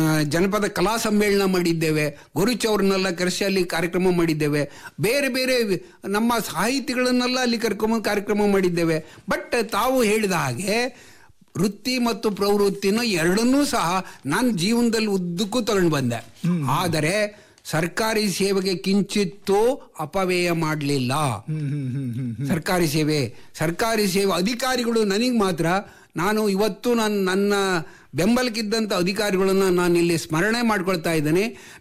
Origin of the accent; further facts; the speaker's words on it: Kattige, Karnataka, India; ಯಾಕೆ ಅಂದ್ರೆ ನನ್ನ ಊರು ಕತ್ತಿಗೆ ಇದೆಯಲ್ಲ, ಕತ್ತಿಗೆ ನಿಜವಾಗ್ಲೂ ಸಹ ಅದು ಒಬ್ಬ ಪಾಳೆಗಾರನ ನೆಲೆಸಿದಿರ್ತಕ್ಕಂಥ ಗ್ರಾಮ ಅದು.